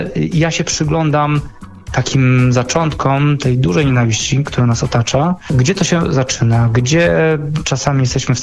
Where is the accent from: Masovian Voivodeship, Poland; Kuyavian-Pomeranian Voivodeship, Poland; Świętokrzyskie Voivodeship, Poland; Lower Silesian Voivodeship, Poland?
Masovian Voivodeship, Poland; Warsaw; Ja się wychowywałem na Dalekiej Woli w latach 80. w Warszawie